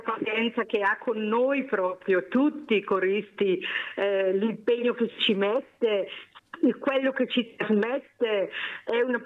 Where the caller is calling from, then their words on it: Offlaga, Lombardy, Italy; Da Offlaga.